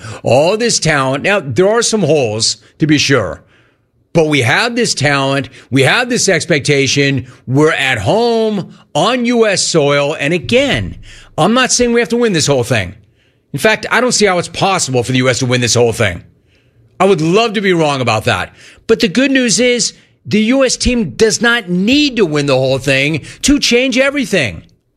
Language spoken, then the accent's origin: English; Los Angeles, California, United States; born there; Does Wiki still say that I was born in Tarzana? Also not accurate. I'm not from Tarzana. I'm not from Chatsworth. I was born in Los Angeles.